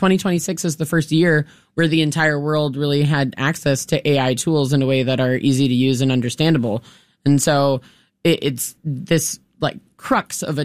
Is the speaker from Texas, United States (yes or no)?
yes; Texas, United States; born there; I know. I was born in Texas.